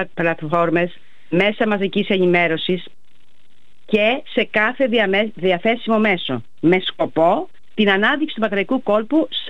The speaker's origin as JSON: {"language": "Greek", "town": "Aigio", "region": "West Greece", "country": "Greece", "said": "είμαι και από το Αίγιο."}